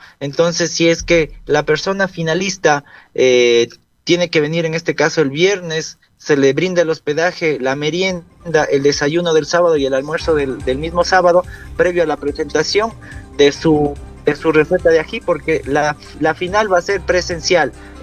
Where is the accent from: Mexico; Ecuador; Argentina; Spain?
Ecuador; now in Ibarra, Ecuador; nos hacen ser grandes como ecuatorianos.